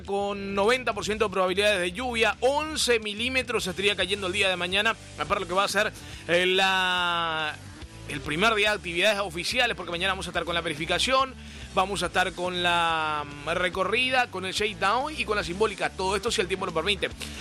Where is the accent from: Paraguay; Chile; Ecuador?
Paraguay